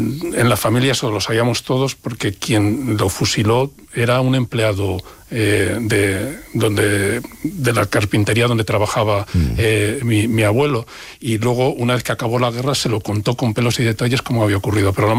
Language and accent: Spanish; Madrid, Community of Madrid, Spain; born there